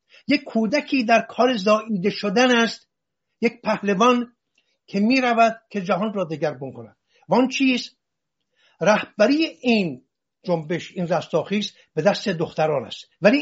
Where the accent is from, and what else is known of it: Iran